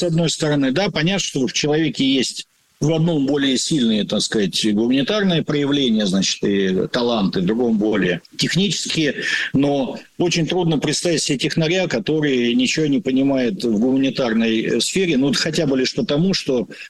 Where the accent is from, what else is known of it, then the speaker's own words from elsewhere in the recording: Ural, Russia; now in Moscow, Russia; я родился и вырос на Урале, значит, и приехал в Москву